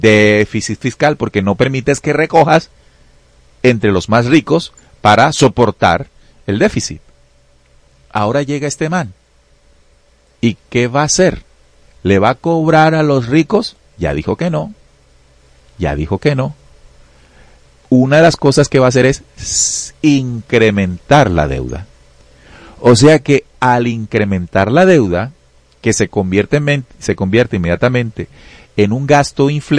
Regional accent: Colombia; Hay una formulita, hay unas cifras que tenemos que entender como colombianos.

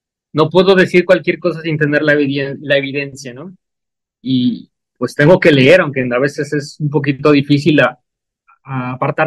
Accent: Mexico; Estudié medicina, soy de México, estudié medicina en Puebla y hice la especialidad de anestesiología.

